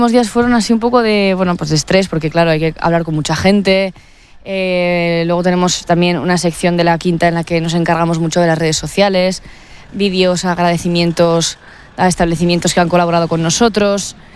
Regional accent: Navarre, Spain; Pues como buenos navarros tenemos que poner algún mariachi, y en algún momento tiene que haber alguno.

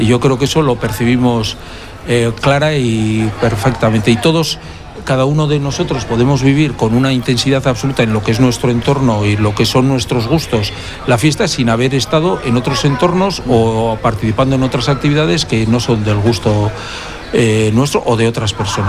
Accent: Bilbao, Basque Country, Spain; Bueno, pues como yo creo que como bilbaíno que soy, siempre con intensidad, pero con tranquilidad también, por ser también un bilbaíno que ya ha dado el cabo de hornos de los 60 años

